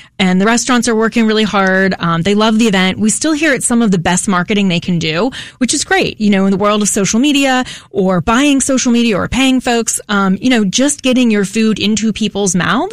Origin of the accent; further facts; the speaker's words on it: New Jersey, United States; You know, I'm from Jersey.